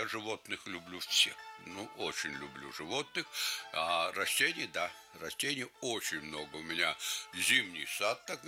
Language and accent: Russian; Lithuania; accent: Lithuanian; first language Lithuanian; Russian is a second language; moved away; Я даже плохо по-русски говорил. И учеба у меня первая начиналась на литовские школы.